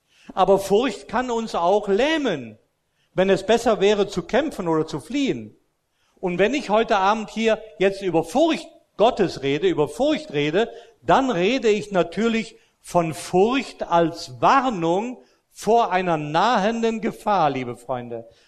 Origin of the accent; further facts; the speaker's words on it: Austria; Ich bin ja in Österreich groß geworden, als römisch-katholischer Christ, ordentlich erzogen